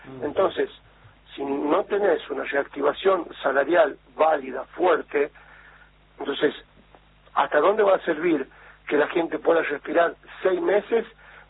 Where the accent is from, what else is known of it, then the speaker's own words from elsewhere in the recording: La Rioja, Argentina; Por eso mismo, porque no tenemos los riojanos, hablo como riojano, digamos, por eso digo no tenemos